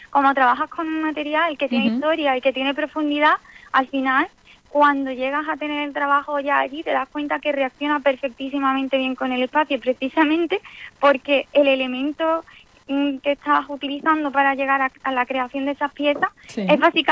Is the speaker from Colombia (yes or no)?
no; Morón de la Frontera, Andalusia, Spain; como es el caso de que ahora pues puedo disfrutar de proyectos en mi tierra.